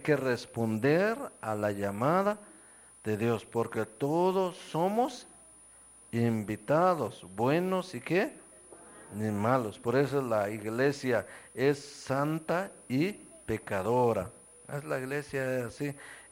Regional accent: Guatemala; nosotros como guatemaltecos

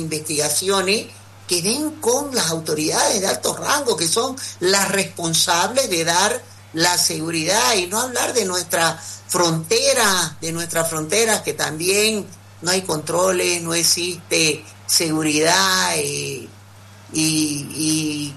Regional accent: Santa Cruz, Bolivia; porque también nosotros que somos de Santa Cruz hemos visto todos los casos escandalosos con el tema de corrupción

